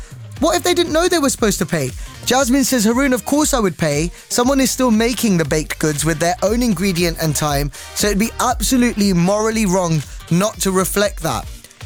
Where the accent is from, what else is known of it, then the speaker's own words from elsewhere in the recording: London, United Kingdom; now in Birmingham, United Kingdom; Like, I haven't seen many around Birmingham. I'm from London originally. I haven't seen many around London either.